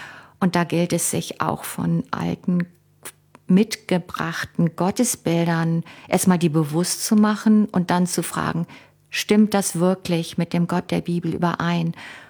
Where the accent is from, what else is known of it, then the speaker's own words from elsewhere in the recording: Cologne, North Rhine-Westphalia, Germany; für mich als Kind in Köln aufgewachsen